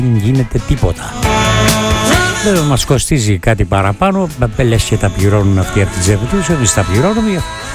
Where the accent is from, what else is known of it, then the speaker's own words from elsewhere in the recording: Heraklion, Crete, Greece; Μ' αρέσει να μαθαίνω τέτοια νέα για την πόλη μου.